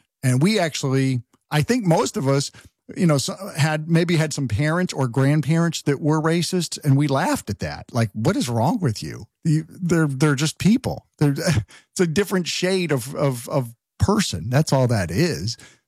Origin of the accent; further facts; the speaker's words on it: East Hartford, Connecticut, United States; I grew up in Connecticut, and we had, I grew up in a, not a little town, but a suburb of Hartford called East Hartford, ironically. And it's a, you know, lower middle class type of hardworking blue collar town